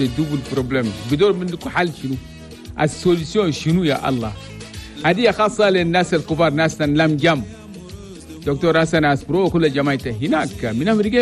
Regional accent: Chad; وكل الكولونيا الافريقيه اللي قاعدين في بلدنا تشاد وخاصه في العاصمه الجميله نقول لكم مساء جميل من غاديو تشاد.

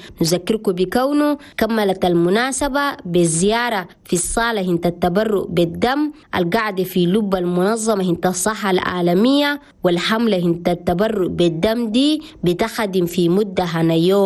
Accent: Chad; هنا بلدنا تشاد

